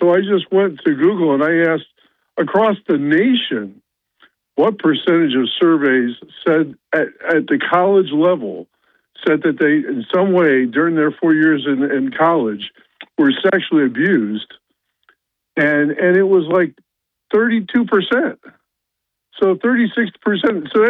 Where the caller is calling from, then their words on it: Endicott, New York, United States; from Endicott.